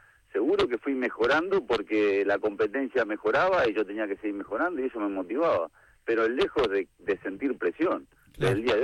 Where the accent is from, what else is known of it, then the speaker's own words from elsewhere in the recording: Argentina; todos los argentinos en general, me parece que nos, como que nos bancamos entre todos un poco, y así es el argentino.